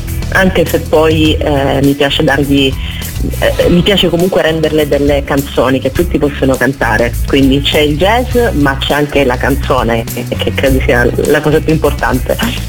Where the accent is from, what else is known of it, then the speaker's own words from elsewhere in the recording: Sicily, Italy; also born or lived in United States; Che è la mia terra